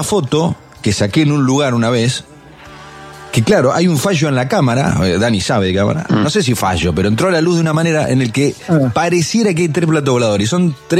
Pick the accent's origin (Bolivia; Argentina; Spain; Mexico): Argentina; somos argentinos.